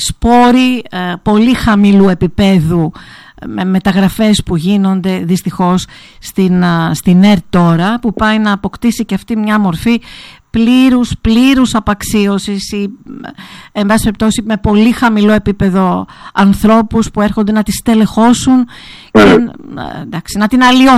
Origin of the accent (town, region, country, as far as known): Greece